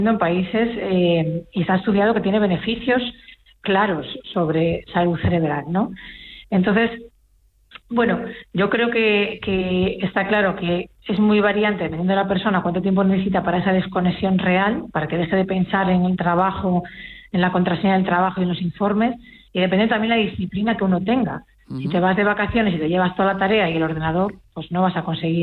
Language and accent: Spanish; Galicia, Spain; Los gallegos acuden, como gallega que soy